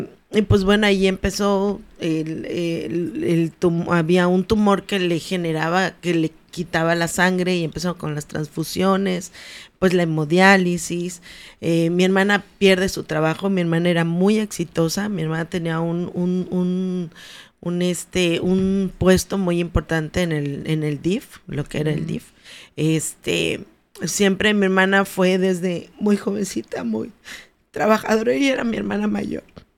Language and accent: Spanish; Chiapas, Mexico; moved away as an adult; also born or lived in Cancún; now in Mérida, Mexico; Yo ya me había casado, yo me salgo de Chiapas, que es de donde soy, me caso con Gabriel y me voy a vivir a Cancún y luego me vengo a Mérida.